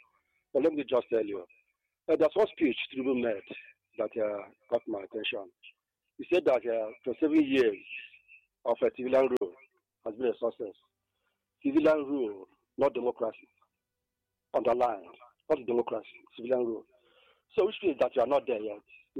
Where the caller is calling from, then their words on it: Obuka, Anambra, Nigeria; I come from Obuka in Anambra State.